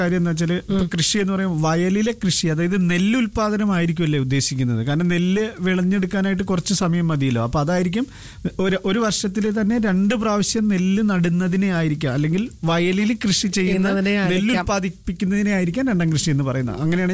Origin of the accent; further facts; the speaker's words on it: Kerala, India; ഞാനൊരു മലയാളി, മറ്റേ പറഞ്ഞ പോലെ നാട്ടിൽ പോയി കൃഷി ചെയ്ത് ജീവിക്കണം എന്നാണല്ലോ